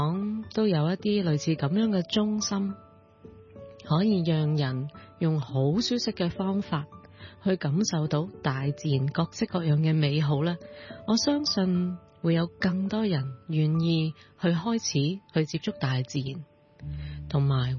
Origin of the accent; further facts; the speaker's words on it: China; 好像我们中国人的中药那样呢